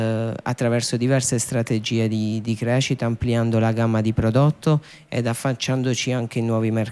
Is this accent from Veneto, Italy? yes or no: no; Gioia del Colle, Apulia, Italy; Da Gioia del Colle, in provincia di Bari.